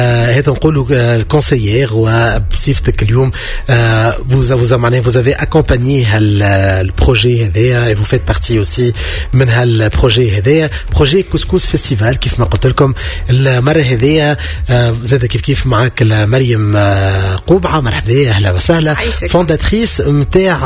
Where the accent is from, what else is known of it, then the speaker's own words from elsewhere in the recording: Marseille, Provence-Alpes-Côte d'Azur, France; Je suis tout le temps, je suis de Marseille, justement. Je suis de Marseille